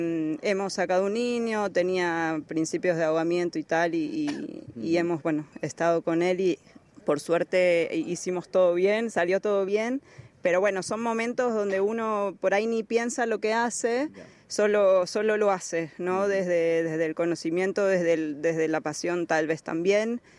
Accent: Argentina; moved away; Bueno, yo vengo de Argentina con una formación de un año y la experiencia también.

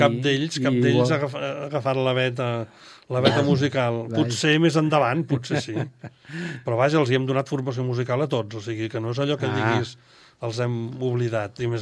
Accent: Barcelona, Catalonia, Spain; born there; Vaig néixer a Barcelona i he viscut a fora per estudis i tal, però sí, sóc de Barcelona i visc a Barcelona. Sóc dels privilegiats que visc a Barcelona.

